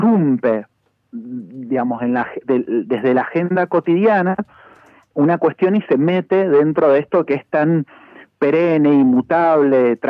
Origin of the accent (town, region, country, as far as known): Argentina